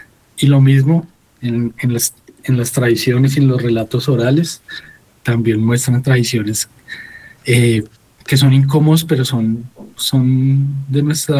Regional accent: Colombia; cómo somos los colombianos, cómo somos los colombianos con los pueblos indígenas

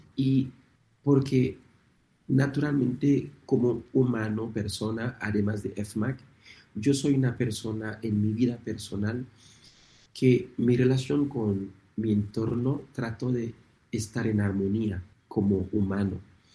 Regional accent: Haiti; Haití lo pronunciamos como

